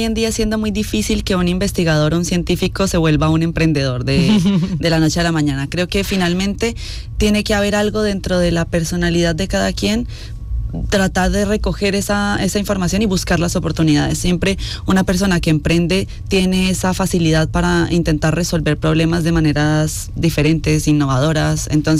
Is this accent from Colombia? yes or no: yes; Colombia; now in Spain; Yo en Colombia había tenido la oportunidad de trabajar, que yo soy colombiana, por si acaso